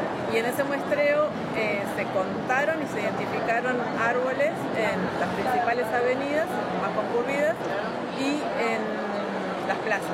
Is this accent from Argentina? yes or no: yes; Quimilí, Santiago del Estero, Argentina; nosotros venimos de Quimilí, del Colegio Agrotécnico de Quimilí